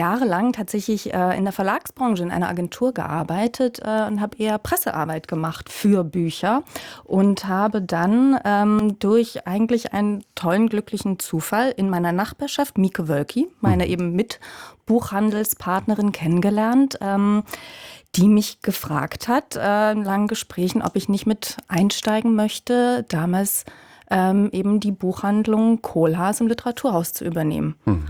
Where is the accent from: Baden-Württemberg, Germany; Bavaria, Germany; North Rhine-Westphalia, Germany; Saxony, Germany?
Saxony, Germany; Dresden; now in Berlin, Germany; ich komme aus Dresden ursprünglich.